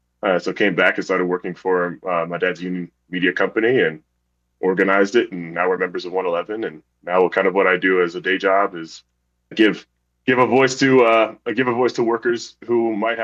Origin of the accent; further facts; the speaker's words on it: Arvada, Colorado, United States; I'm a Colorado kid. I grew up in just outside of Denver in Arvada, Colorado. I went to Arvada West and then Ralston Valley, and then graduated in 2016